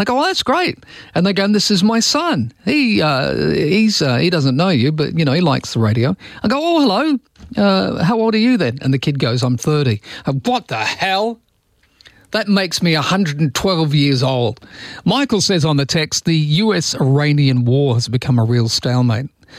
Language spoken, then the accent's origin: English; Perth, Western Australia, Australia; moved away; also born or lived in Maylands; this house that I grew up in Inglewood in 9th Avenue, top of the hill